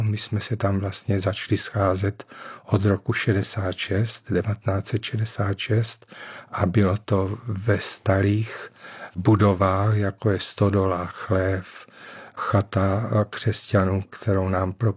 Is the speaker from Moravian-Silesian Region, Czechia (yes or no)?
yes; Opava, Moravian-Silesian Region, Czechia; moved away as an adult; also born or lived in Prague; now in Olomouc, Czech Republic; No, já jsem z Olomouce, ale není to moje rodiště. Původem jsem z Opavy, pak jsem byl 5 let v Praze, no a nakonec se přiženil do Olomouce, kde bydlím už několik dekád.